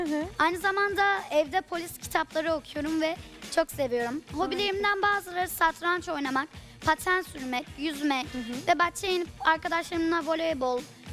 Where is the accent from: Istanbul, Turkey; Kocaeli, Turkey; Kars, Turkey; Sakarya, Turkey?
Istanbul, Turkey; 11 yaşındayım. İstanbul'da yaşıyorum. İstanbulluyum.